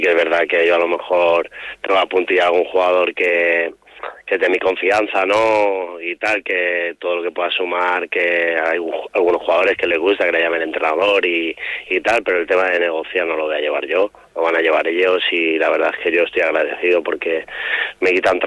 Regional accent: Calvià, Balearic Islands, Spain; somos del mismo barrio, somos de Sonferrer, de Calviá

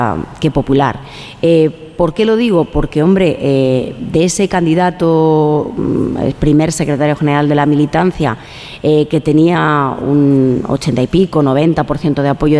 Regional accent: Galicia, Spain; como soy gallega, con otra pregunta.

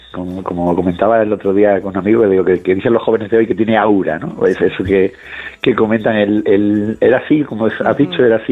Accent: Cádiz, Andalusia, Spain; No, yo además me crié en Cádiz, con lo cual...

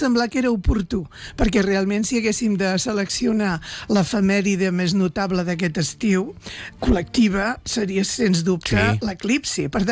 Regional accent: Prades, Catalonia, Spain; also born or lived in Barcelona / Vilallonga; jo sóc de Prades, eh? Jo la meva segona... Jo em divideixo entre Barcelona

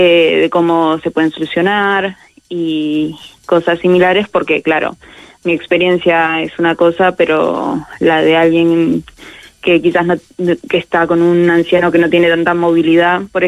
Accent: Argentina; porque si bien yo soy argentina, mi familia toda de España, y ella es manchega y mi papá también era manchego

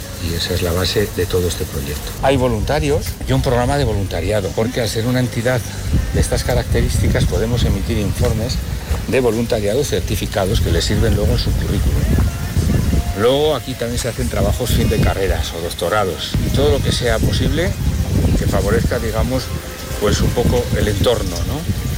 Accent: Hormilla, La Rioja, Spain; born there; Yo nací en Hormilla.

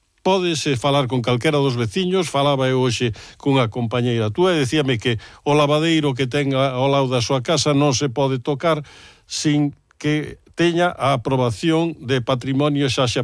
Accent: Santiago de Compostela, Galicia, Spain; non son ningún técnico, pero si son unha persona, como moitos composteláns, que temos capacidade de observar e de explicar o que nos parece ben e o que non nos parece ben.

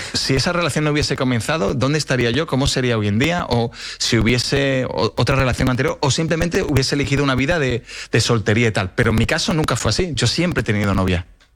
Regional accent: Seville, Andalusia, Spain; todo el mundo sabe que yo soy del Sevilla y soy de una ciudad que se vive con mucha pasión.

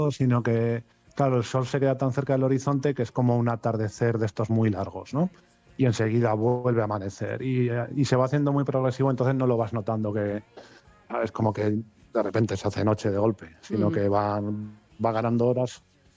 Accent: Teruel, Aragon, Spain; vine ayer a Islandia porque quería ver el eclipse, yo soy de Teruel.

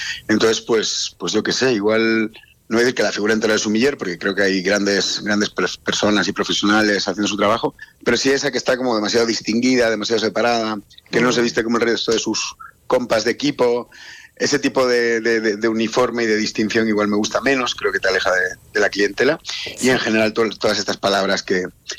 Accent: Venezuela; moved away; mi madre es de ascendencia italiana, mi padre de ascendencia gallega, me crié en la infancia en Venezuela

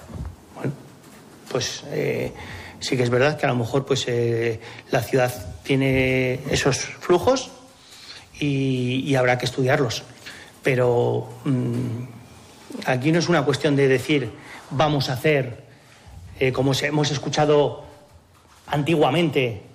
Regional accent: Segovia, Castile and León, Spain; todos los segovianos tenemos derecho a acceder al casco histórico.

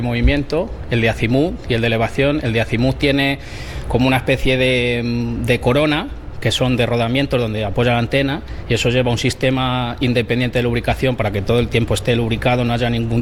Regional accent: Cebreros, Castile and León, Spain; Sí, soy natural de Cebreros, nacido aquí, llevo toda la vida viviendo aquí en Cebreros.

